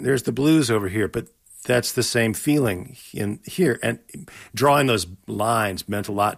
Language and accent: English; North Carolina, United States; I grew up on Southern rock in the 70s in North Carolina